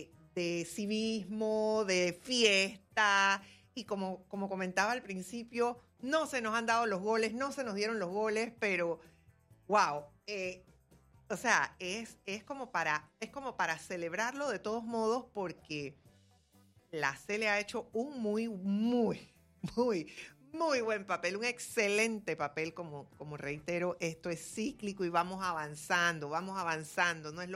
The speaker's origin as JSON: {"language": "Spanish", "country": "Panama", "said": "A mí siempre me dicen que se nota que eres panameña cuando estoy en otro lado"}